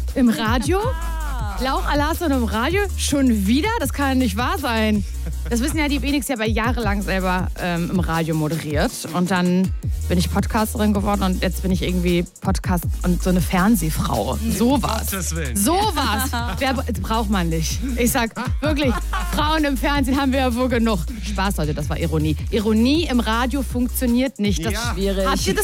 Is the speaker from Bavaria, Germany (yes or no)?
no; Mecklenburg-Vorpommern, Germany; Ich bin von ganz weit weg. Ich komme eigentlich aus Mecklenburg-Vorpommern. Das ist ein Bundesland, mit dem habt ihr wahrscheinlich wirklich überhaupt nichts am Hut.